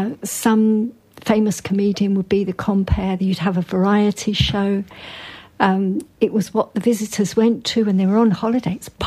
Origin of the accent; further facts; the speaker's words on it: Torquay, South West England, United Kingdom; I grew up in Torquay, just outside Torquay.